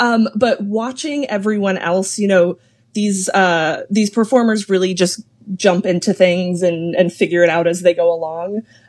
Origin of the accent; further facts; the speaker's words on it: Montgomery County, Maryland, United States; I grew up in Montgomery County